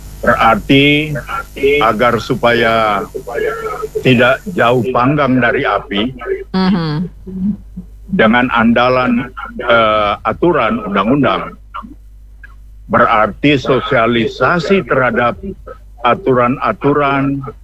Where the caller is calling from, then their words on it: Bitung, North Sulawesi, Indonesia; Orang warga kita, warga Bitung